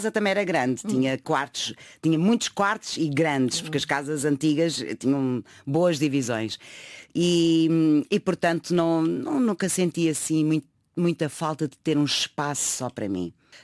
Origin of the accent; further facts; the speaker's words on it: Lisbon, Portugal; Porque eu nasci e cresci nos Olivais.